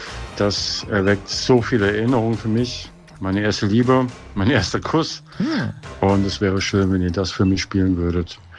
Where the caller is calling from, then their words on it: Kirchheim, Germany; ich komme aus Kirchheim.